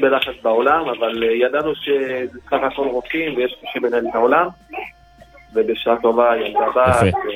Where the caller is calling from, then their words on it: Central District, Israel; אני מהמרכז.